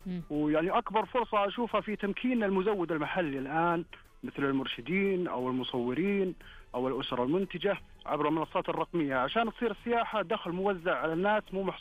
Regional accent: Saudi Arabia; كل وادي عندنا في المملكة العربية السعودية

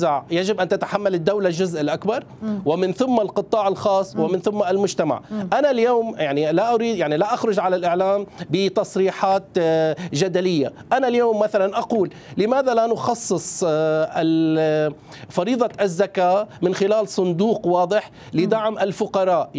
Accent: Syria; أنا اليوم أنا كسوري غيور على هذه البلد،

